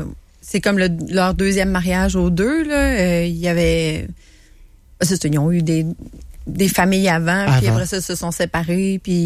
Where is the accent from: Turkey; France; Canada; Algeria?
Canada; Quebec City, Quebec; born or raised there